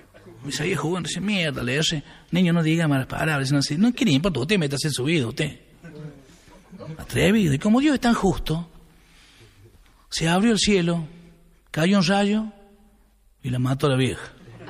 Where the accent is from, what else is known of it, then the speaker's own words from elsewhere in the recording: San Francisco, Córdoba, Argentina; Yo soy de San Francisco, ¿no? No California, acá. Para la Santa Fe.